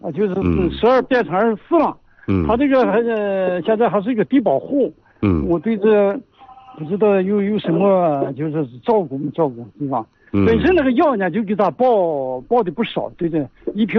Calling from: Wenxi, Shanxi, China; 我是文喜的，

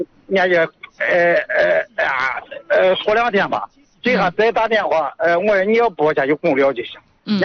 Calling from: Yuncheng, Shanxi, China; 我是咱烟湖区的。

